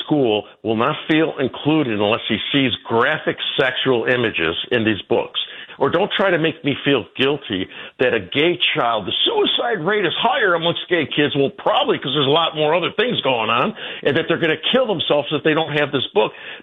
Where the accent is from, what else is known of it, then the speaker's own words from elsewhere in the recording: Hometown, Illinois, United States; southwest side of Chicago. I went to Oaklawn High School. You got Bridgeview, Oaklawn, and Hometown. I grew up in Hometown.